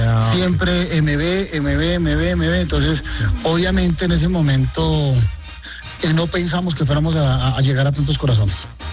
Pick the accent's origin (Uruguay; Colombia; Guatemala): Colombia; Cali, Valle del Cauca; born there; Nosotros somos nacidos en Cali, pero pues somos más de Cundinamarca que de otro sitio, o sea, de Bogotá.